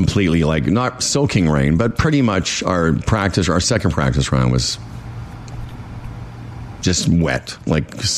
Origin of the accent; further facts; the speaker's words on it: Moose Jaw, Saskatchewan, Canada; I grew up in Moose Jaw, as you both know, and the Moose Jaw Golf and Curling Club was not the fanciest of golf courses to start with.